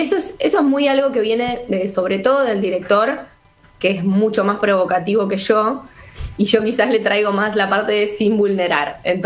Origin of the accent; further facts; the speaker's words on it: Balcarce, Buenos Aires Province, Argentina; Estuvimos en Balcarce, que es mi ciudad